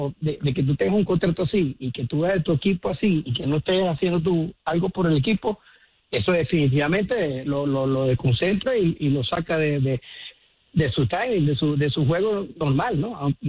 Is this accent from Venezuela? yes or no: yes; Venezuela; Luis, soy yanquista de corazón, pero también soy venezolano.